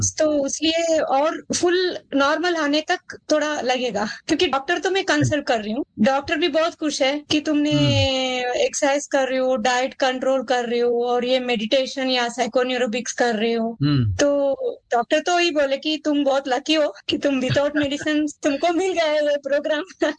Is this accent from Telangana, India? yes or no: yes; Hyderabad, Telangana, India; मैं हैदराबाद से हूँ